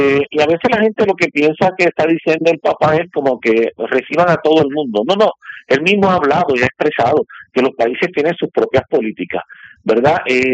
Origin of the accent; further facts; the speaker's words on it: Puerto Rico; Porque nosotros también, nosotros como puertorriqueños, pues, ¿por qué nos vamos?